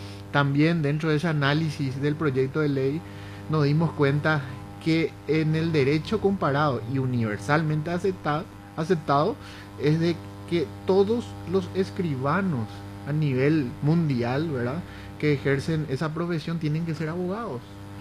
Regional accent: Asunción, Paraguay; Soy de la capital, venimos de Asunción.

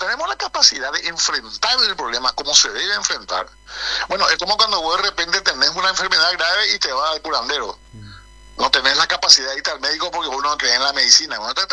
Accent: Paraguay; nosotros somos paraguayos

